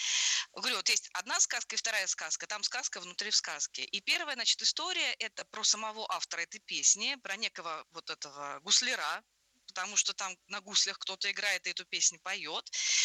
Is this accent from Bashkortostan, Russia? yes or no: no; Kaluga Oblast, Russia; я же из Калужской области, для меня город Калуга очень родной